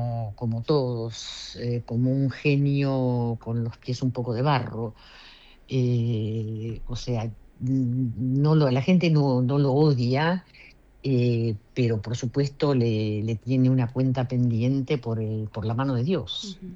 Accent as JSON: {"language": "Spanish", "country": "Argentina", "moved": "yes", "lives_now": "London, United Kingdom", "said": "yo soy argentina"}